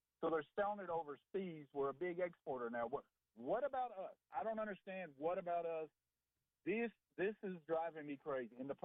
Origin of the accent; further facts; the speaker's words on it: Tennessee, United States; Well, let me tell you this. I'm from East Tennessee.